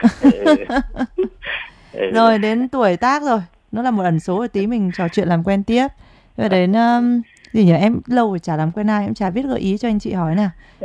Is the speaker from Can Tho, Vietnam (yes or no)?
no; Hưng Yên, Vietnam; Em ở Hưng Yên, quê bác Tô Lâm ạ.